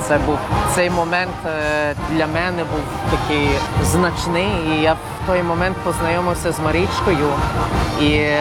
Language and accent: Ukrainian; Canada; born there; Ukrainian is a second language; я перед тим жив в Львові декілька років, але я взагалі народився в Канаді.